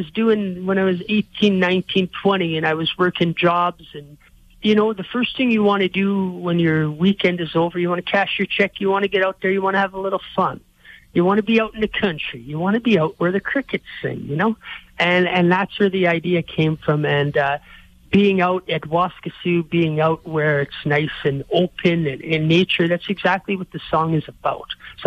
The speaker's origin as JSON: {"language": "English", "region": "Manitoba", "country": "Canada", "tie": "born or raised there", "said": "I grew up in the country, Ken. I grew up in a small Métis community. I was 5 minutes from Lake Manitoba, a provincial park."}